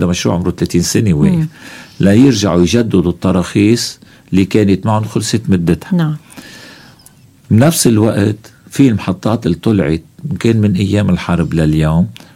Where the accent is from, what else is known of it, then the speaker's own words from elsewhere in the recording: Lebanon; عندنا نحن بلبنان